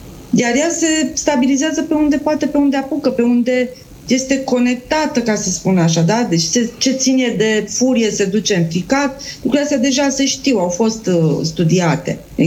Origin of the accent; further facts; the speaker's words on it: Bucharest, Romania; Eu fiind în București, eu sunt din București.